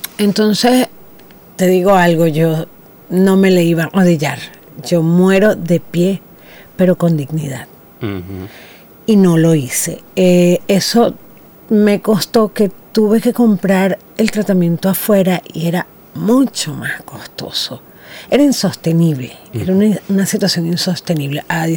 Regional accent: Venezuela; moved away as an adult; now in Australia

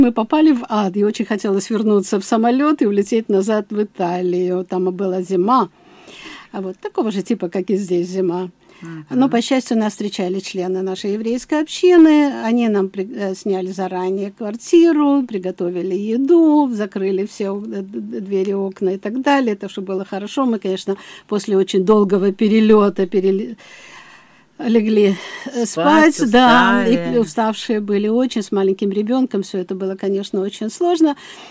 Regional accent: Sukhumi, Abkhazia, Georgia; moved away as an adult; also born or lived in Tbilisi; now in Australia; Я родилась в солнечном городе Сухуми, столице Абхазии. Училась тогда еще в новооткрытой школе номер 19, которая впоследствии носила имя космонавта Владимира Комарова.

